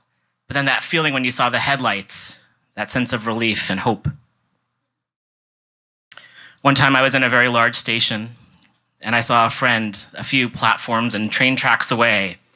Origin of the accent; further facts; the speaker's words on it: East Bay, California, United States; moved away as an adult; also born or lived in New York City; So I grew up in the East Bay, and I grew up riding BART and AC Transit.